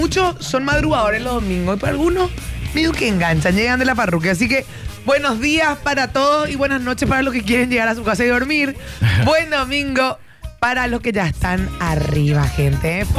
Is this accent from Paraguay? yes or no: yes; Paraguay; Esos somos nosotros, bien paraguayo.